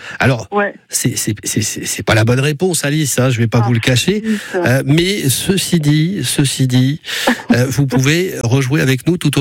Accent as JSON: {"language": "French", "region": "Brittany", "country": "France", "said": "moi qui suis breton à la base."}